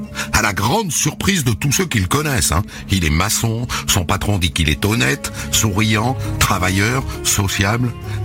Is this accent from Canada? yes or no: no; Martinique; On voulait aller vivre tous les deux chez moi, en Martinique